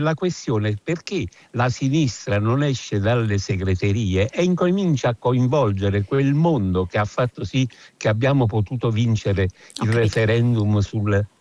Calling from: Naples, Campania, Italy; da Napoli.

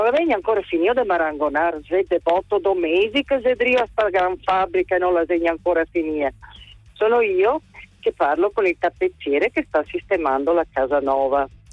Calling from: Veneto, Italy; io sono veneta, ma non sono veneziana

